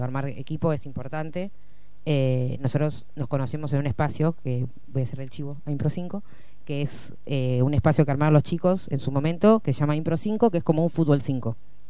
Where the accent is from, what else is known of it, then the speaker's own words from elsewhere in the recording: La Plata, Buenos Aires Province, Argentina; Platense yo.